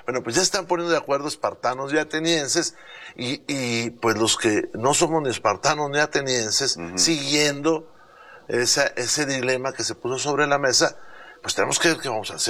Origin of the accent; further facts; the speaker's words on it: Saltillo, Coahuila, Mexico; Yo soy de Saltillo.